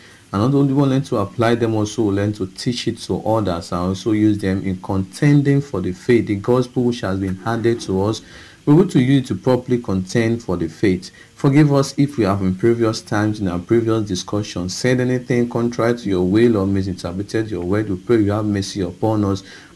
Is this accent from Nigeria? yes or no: yes; Okada, Edo, Nigeria; from Okada Town, Edo State, Nigeria.